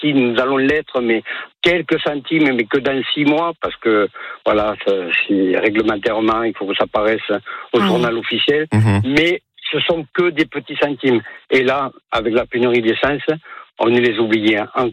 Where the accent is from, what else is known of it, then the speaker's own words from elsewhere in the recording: Frontignan, Occitanie, France; accent: Southern French; Moi, ah. je suis de Frontignan, dans l'Hérault.